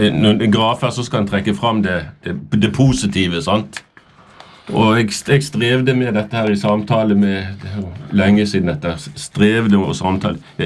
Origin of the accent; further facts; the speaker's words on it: Bergen, Vestland, Norway; born there; Jeg er født i Bergen.